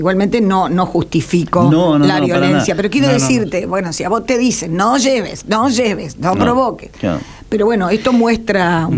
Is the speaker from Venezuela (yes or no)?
no; Rosario, Santa Fe, Argentina